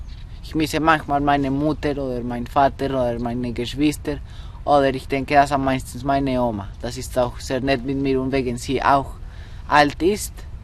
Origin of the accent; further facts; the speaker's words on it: Bogotá, Colombia; German is a second language; Ajiaco ist eine Suppe von einer Zone in Kolumbien, wo ich geboren bin und wo ich lebe. Das Hauptstadt von Kolumbien. Das ist eine Zone, das heißt Cundiboyacense.